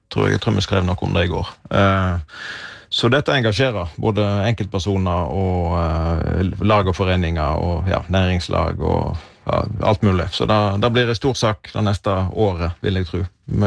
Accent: Vestland, Norway; Vi kommer jo fra Jon Fosseland, som er vel på en måte litt programforpliktet til å både skrive og like nynorsk.

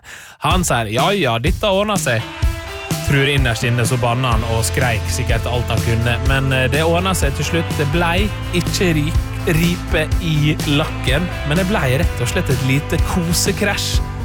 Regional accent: Møre og Romsdal, Norway; moved away; jeg var hjemme, og hjemme på Sunnmøre I min barndomsheim

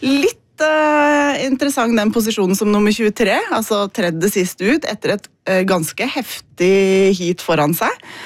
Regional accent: Steinberg, Buskerud, Norway; Jeg kom fra Steinberg, bodde der. Da på 80-tallet

